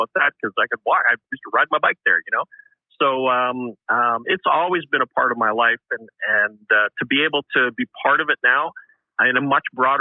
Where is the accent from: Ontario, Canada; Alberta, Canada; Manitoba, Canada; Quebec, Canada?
Manitoba, Canada; Winnipeg; Yeah, you know, I'm a lifelong Winnipegger. I grew up in the West End